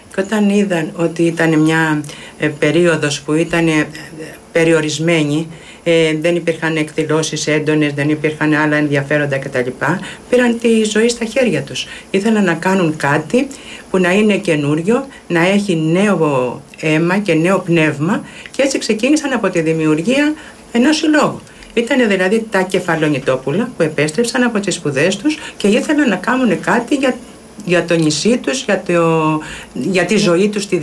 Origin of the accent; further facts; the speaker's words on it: Lixouri, Ionian Islands, Greece; γιατί εγώ είμαι από το Λιξούρι